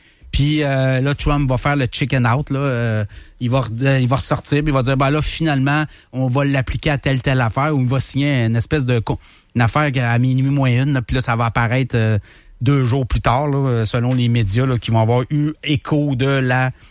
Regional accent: Canada; Moi, je suis Canadien, là.

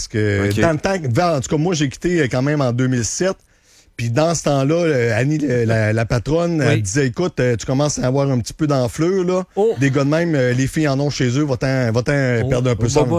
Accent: Saint-Georges, Quebec, Canada; Je suis natif de Saint-Georges.

